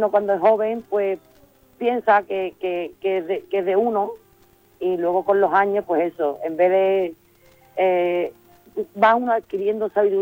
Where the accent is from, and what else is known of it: Sanlúcar de Barrameda, Andalusia, Spain